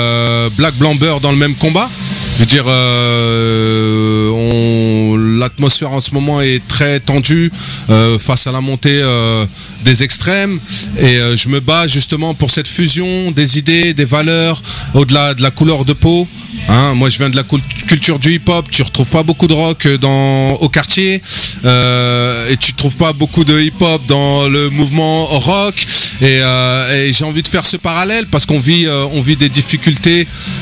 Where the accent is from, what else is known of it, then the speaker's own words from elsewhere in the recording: Mantes-la-Jolie, Île-de-France, France; moi, je suis originaire de Mantes-la-Jolie, j'ai 45 ans. Donc un sacré passif à Mantes. J'ai à cœur d'ouvrir la jeunesse, d'aller à l'extérieur du quartier. C'est vrai que moi j'ai grandi une grande partie de ma jeunesse au quartier.